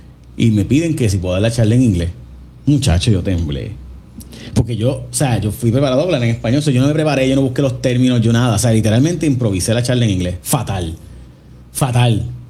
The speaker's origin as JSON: {"language": "Spanish", "country": "Puerto Rico", "said": "Yo quiero decirle a mi país, a mi pueblo, que el territorio incorporado, en mi opinión, es inevitable si usted quiere ser Estado. Para Puerto Rico va a ser inevitable."}